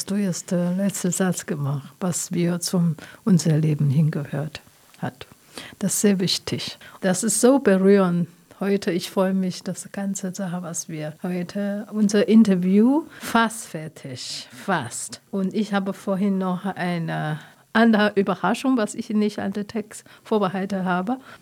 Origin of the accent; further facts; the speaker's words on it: Taiwan; German is a second language; now in Germany; Taiwanerin, aber ich bin auch Chinesin.